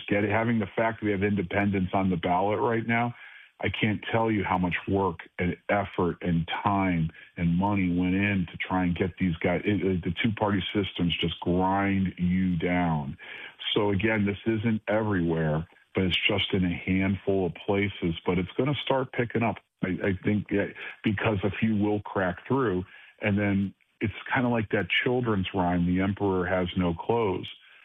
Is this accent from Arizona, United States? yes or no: no; Cleveland, Ohio, United States; I did it because I come from Cleveland, and I'm so proud of my hometown, because my hometown is what gave my ancestors the American dream.